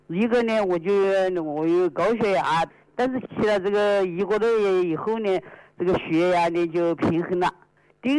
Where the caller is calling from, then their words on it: Qianjiang, Hubei, China; 潜江的。